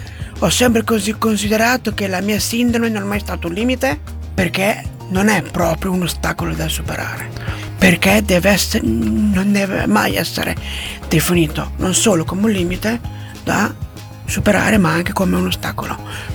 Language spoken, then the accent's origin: Italian; Castelfranco Emilia, Emilia-Romagna, Italy; ho 30 anni, vengo dalla provincia di Modena, ovvero Castelfranco Emilia.